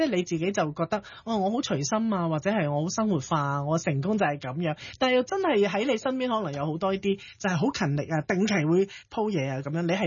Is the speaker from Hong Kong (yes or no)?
yes; Hong Kong; 其实真的对于我们香港人来讲一点都不是问题。